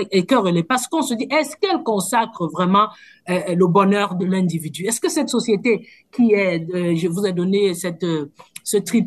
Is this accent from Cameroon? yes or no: yes; Cameroon; J'ai été dans le bureau de ce qu'on appelle chez nous au Cameroun le Bensinet, c'est-à-dire le bureau exécutif national du syndicat des enseignants du supérieur.